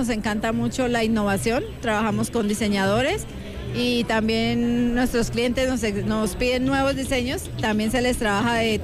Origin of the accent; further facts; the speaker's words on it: Guacamayas, Boyacá, Colombia; vengo desde el municipio de Guacamayas, Boyacá.